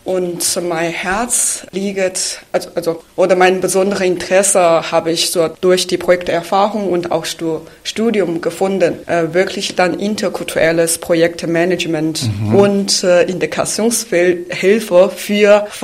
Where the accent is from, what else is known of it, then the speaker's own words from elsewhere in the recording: China; German is a second language; moved away as an adult; now in Saxony, Germany; Ich komme aus China. Mhm. Ich bin seit 2016 nach Deutschland gekommen, auch in Sachsen.